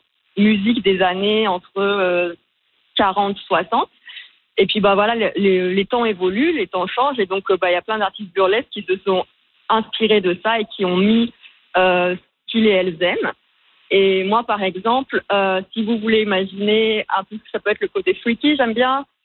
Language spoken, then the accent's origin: French; France; now in Canada; comme je suis française, installée au Canada